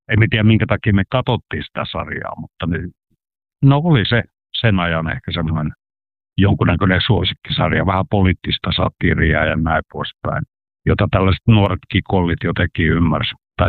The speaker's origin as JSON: {"language": "Finnish", "region": "Karelia", "country": "Finland"}